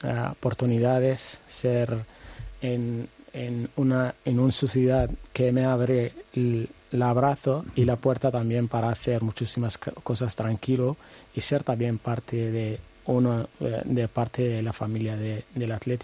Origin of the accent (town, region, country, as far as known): Western Sahara; Spanish is a second language; now in Bilbao, Spain